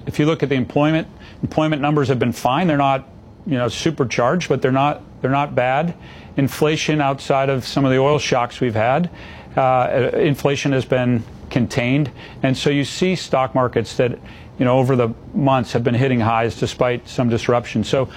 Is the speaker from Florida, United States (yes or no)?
no; Boston, Massachusetts, United States; I grew up in the Boston, Massachusetts area.